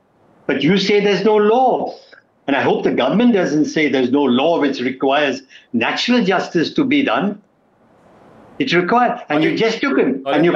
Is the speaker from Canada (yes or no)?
no; India; I can go to Paris, for example, as an Indian citizen and watch the Paris disturbances.